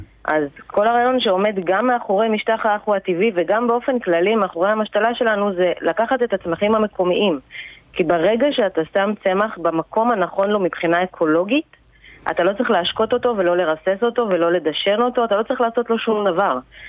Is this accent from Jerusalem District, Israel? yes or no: no; Haifa District, Israel; הבית ספר של הילדות שלי, בחוף הכרמל